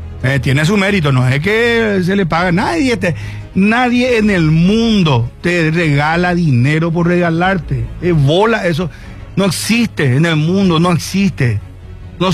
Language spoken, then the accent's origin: Spanish; Paraguay; Como siempre, paraguayo pesimista, dije, tíralo a mi teléfono.